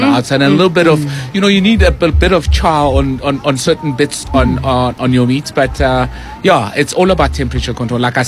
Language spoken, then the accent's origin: English; Johannesburg, Gauteng, South Africa; I come from Alex.